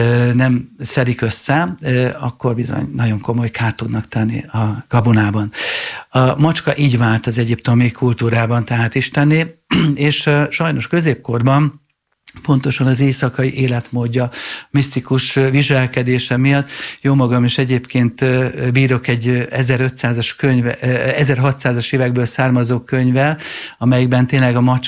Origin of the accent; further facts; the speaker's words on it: Budapest, Hungary; én zuglói gyerek vagyok.